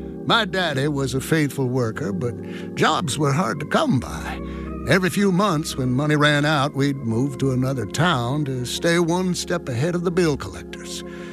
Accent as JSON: {"language": "English", "region": "Tennessee", "country": "United States", "tie": "born or raised there", "said": "I was one of six kids growing up in Tennessee during the Great Depression."}